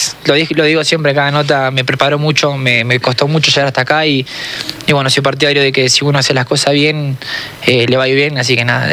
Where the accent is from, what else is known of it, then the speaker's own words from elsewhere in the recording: Argentina; now in Ecuador; tanto acá como en mi país. En Argentina también es muy difícil todo lo que es entrada.